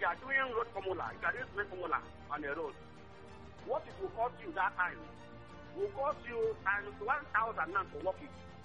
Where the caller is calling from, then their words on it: Apa, Nigeria; I call from Apa.